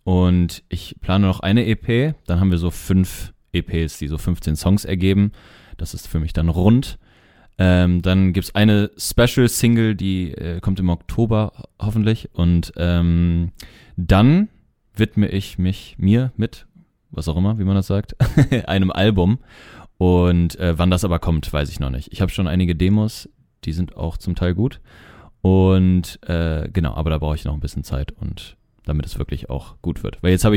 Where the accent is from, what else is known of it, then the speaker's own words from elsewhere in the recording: Cologne, North Rhine-Westphalia, Germany; ich komme aus Köln.